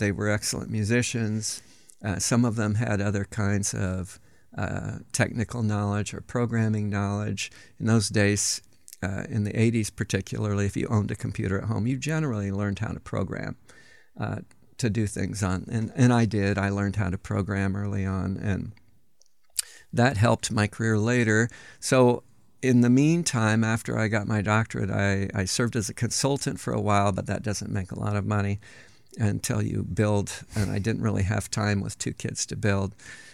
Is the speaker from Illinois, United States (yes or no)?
yes; Illinois, United States; I grew up in East Central Illinois, other side of the state, roughly in the Champaign area